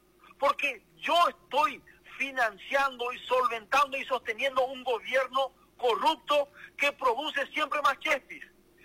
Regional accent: Paraguay; Yo no puedo yo permitir como paraguayo

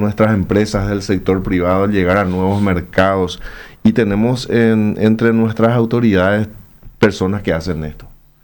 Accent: Paraguay; Como ciudadano paraguayo de bien

